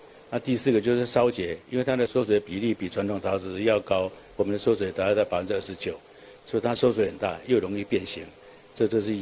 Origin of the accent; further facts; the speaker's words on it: Taiwan; now in Dehua, China; 因为我来自台湾